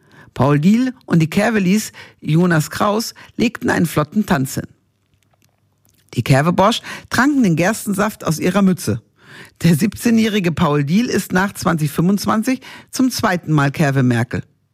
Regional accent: Northern Germany, Germany; moved away; für mich als Norddeutsche

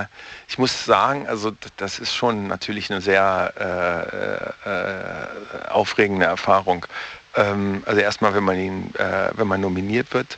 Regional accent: Braunschweig, Lower Saxony, Germany; Also wir sind beide aus Niedersachsen, er kommt aus Wolfsburg, ich aus Braunschweig.

